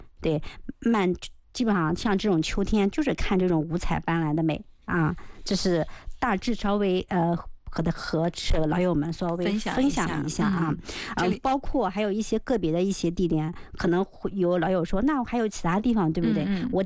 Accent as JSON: {"language": "Chinese", "region": "Anhui", "country": "China", "said": "咱们是安徽人嘛"}